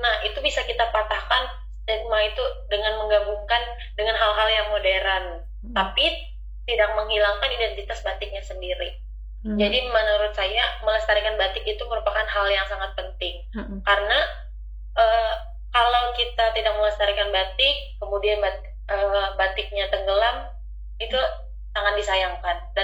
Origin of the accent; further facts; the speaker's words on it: Central Kalimantan, Indonesia; saya kan asalnya juga dari Barito Timur.